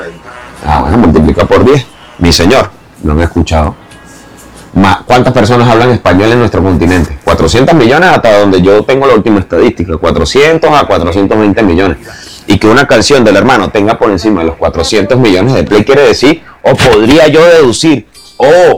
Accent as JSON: {"language": "Spanish", "country": "Venezuela"}